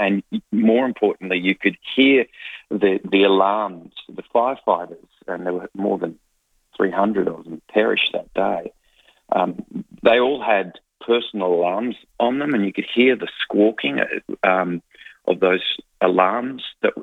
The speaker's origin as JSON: {"language": "English", "town": "Bendigo", "region": "Victoria", "country": "Australia", "said": "I didn't know what, I'm a boy from Bendigo. I didn't know what the hell I was in the middle of."}